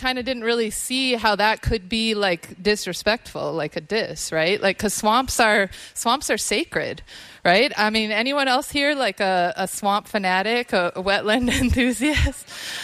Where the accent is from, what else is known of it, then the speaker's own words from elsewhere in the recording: Palisade, Minnesota, United States; So I grew up in Aiken County. My mom grew up in Aiken County. My grandma grew up in Aiken County.